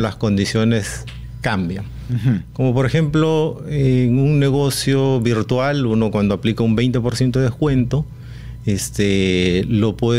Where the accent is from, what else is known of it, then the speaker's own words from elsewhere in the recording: Talara, Piura, Peru; born there; Mi tierra. Soy nacido en Talara, Piura.